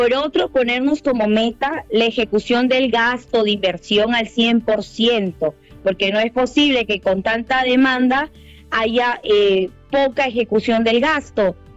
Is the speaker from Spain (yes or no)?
no; Tumbes, Peru; soy abogada de profesión, 32 años, una maestría en Derecho Constitucional y Administrativo. Soy natural de Tumbes.